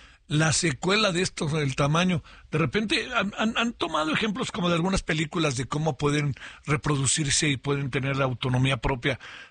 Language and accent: Spanish; Mexico